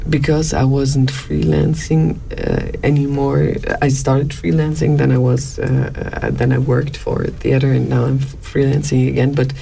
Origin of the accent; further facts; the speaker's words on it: Berlin, Germany; now in Solothurn, Switzerland; It was funny because always when I said I'm from Berlin, the people were like, "What, from Berlin to Solothurn? Are you crazy? Everyone is going to Berlin from Solothurn."